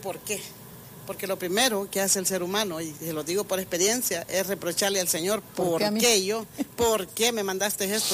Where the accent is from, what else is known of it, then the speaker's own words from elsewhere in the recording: Honduras; moved away as an adult; soy de Honduras, soy del país de Honduras, de ese país maravilloso, y yo doy gracias a Dios. Tengo 16 años de estar aquí en este país